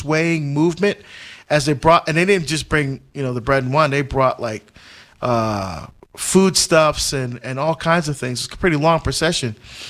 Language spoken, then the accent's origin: English; Barbados; We're African American. See? Uh-huh. Although I'm not, I mean, I was born in Barbados